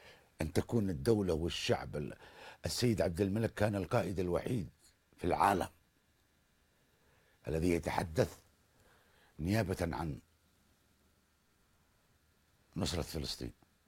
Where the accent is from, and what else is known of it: Yemen